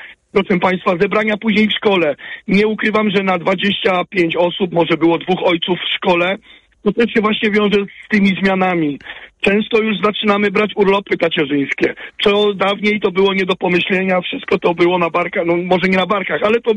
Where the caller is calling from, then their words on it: Silesian Voivodeship, Poland; pochodzę ze Śląska oczywiście.